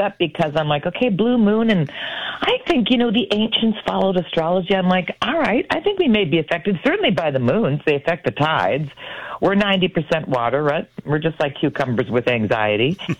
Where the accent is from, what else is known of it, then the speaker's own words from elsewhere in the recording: Sault Ste. Marie, Ontario, Canada; moved away; I'm originally from Sault Ste. Marie, as I like to, you know, let people know.